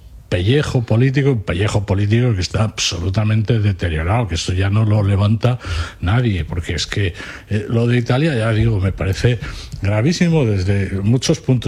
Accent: Spain; a mí me sabe mal porque soy español antes que italiano

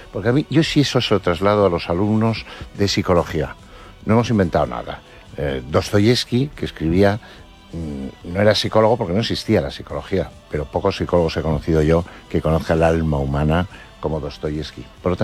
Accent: Madrid, Community of Madrid, Spain; Pero yo soy muy de Madrid, sin duda.

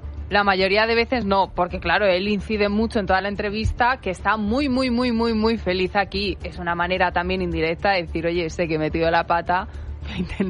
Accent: Spain; Vosotros estáis viviendo muy bien en mi país, formáis parte de un club español y el otro día demostraron que les da absolutamente igual España.

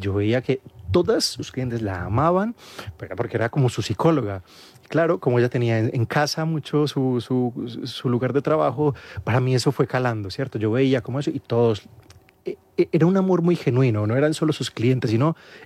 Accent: Medellín, Antioquia, Colombia; also born or lived in Marinilla / Manizales / Turbo / Montería; yo nací en Medellín, después de eso mis padres se fueron a Marinilla, que es haz de cuenta como decir, vivo en la sierra, y ahí vivimos yo creo que los primeros años de mi vida. Luego de eso pasamos a Manizales, a Turbo, Urabá, y luego a Montería

